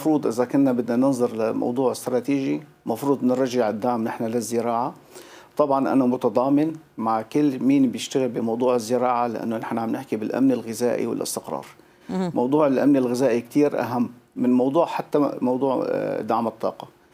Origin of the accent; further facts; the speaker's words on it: Syria; نحن هون عندنا بسوريا